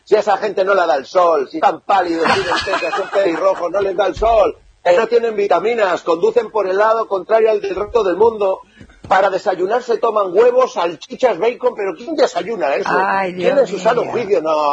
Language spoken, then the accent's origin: Spanish; Spain; esa Argentina para mí como español era inalcanzable.